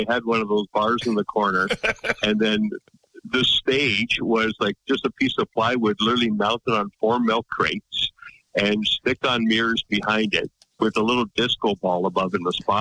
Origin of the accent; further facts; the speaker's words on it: Guelph, Ontario, Canada; I grew up in Guelph, and then somehow, like I went to Mohawk College down near Hamilton.